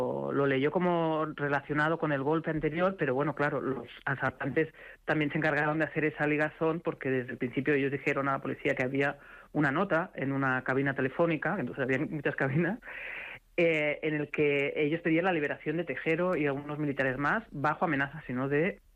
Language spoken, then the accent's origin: Spanish; Barcelona, Catalonia, Spain; born there; yo soy de Barcelona, pero yo soy de un barrio de montaña, que me gustan más que los barrios de playa